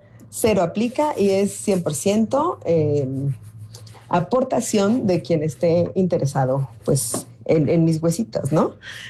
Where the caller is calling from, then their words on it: San Diego, California, United States; de San Diego, California.